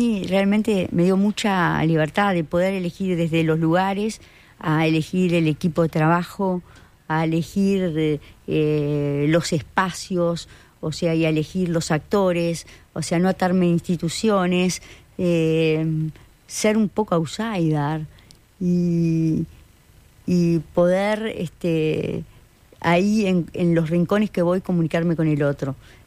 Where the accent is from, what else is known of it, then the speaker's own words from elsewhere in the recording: Florida, Uruguay; moved away; Yo soy de Florida